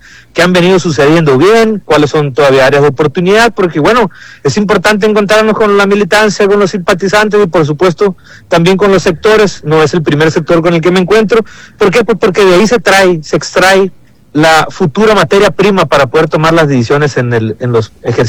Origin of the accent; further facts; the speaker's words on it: La Reforma, Sinaloa, Mexico; o vas para la Reforma de donde yo soy